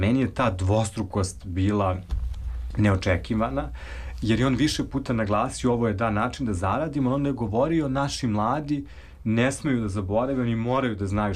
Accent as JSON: {"language": "Serbian", "country": "Serbia", "said": "Odakle ste, ja kad sam rekao Srbija, on je zastao"}